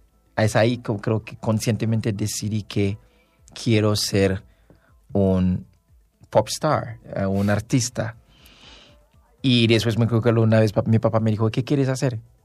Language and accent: Spanish; Haiti; moved away as an adult; also born or lived in Xalapa; now in Mexico City, Mexico; Nací, crecí en Haití. Y justo ya hace 6 años que vine aquí, estudié en Jalapa